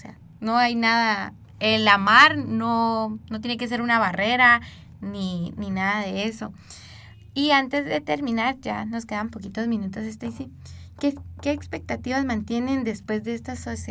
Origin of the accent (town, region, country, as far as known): Guatemala